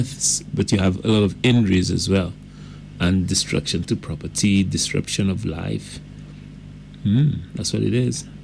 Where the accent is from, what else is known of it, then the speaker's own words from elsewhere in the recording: St. Lucia; and specifically I'm from St. Lucia